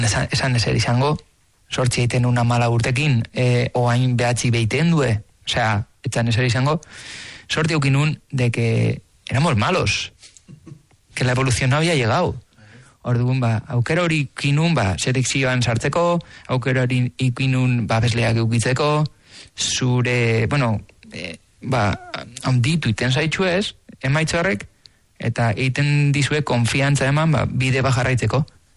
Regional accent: Ibarra, Basque Country, Spain; now in Catalonia, Spain; ibartarra naiz, euskalduna naiz, eta naiz da guain ezin euskera zitzein asko, bertakoa sentitzen naiz

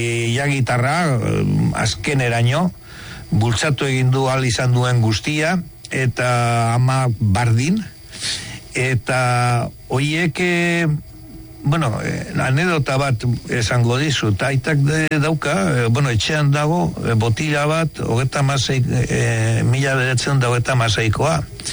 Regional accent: Llodio, Basque Country, Spain; lantegia horregaitik ni Laudiokoa naiz, beraiek bizkaitarrak, bilbotarrak dira danak, hobeto begoñakoak ziren.

